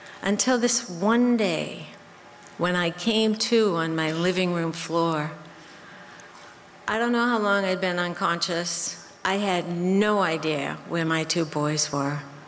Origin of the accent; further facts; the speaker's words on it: Melrose, Massachusetts, United States; And we grew up here in Melrose.